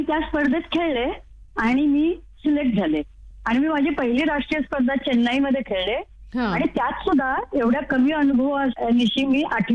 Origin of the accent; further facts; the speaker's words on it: Sangli, Maharashtra, India; मी मुळची सांगलीची बर का, वातावरण पण होतं, कारण आमच्याकडे एक नूतन बुद्धिबळ मंडळ म्हणून जे आहे संस्था आहे ती वर्षानुवर्ष स्पर्धा घेत होती.